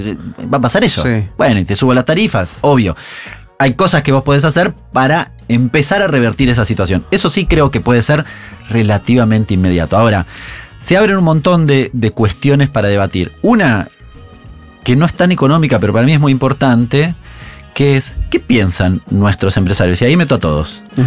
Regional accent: San Martín, Argentina; Yo soy de San Martín.

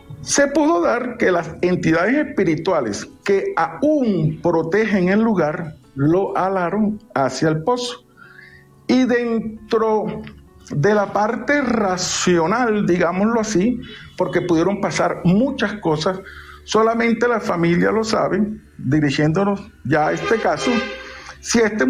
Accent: Santa Marta, Magdalena, Colombia; como samario que soy de pura cepa

